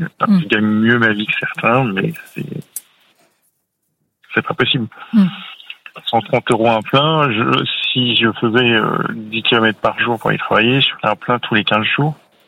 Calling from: Lannion, Brittany, France; J'habite en Bretagne, à Lannion.

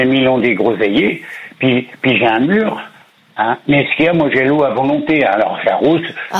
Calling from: Château-Thierry, Hauts-de-France, France; je suis sur la région de Château-Thierry.

